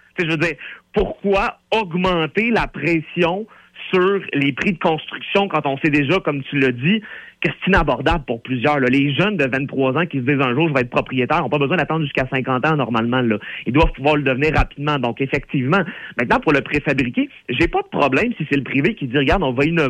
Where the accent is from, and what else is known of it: Quebec, Canada